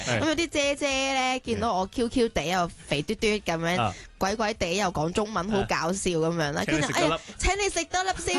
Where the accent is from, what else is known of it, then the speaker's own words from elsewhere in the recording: Hong Kong; 是啊，我是土生土长的。我都挺 proud of 自己的。我是直头觉得我是我比很多香港人更香港人。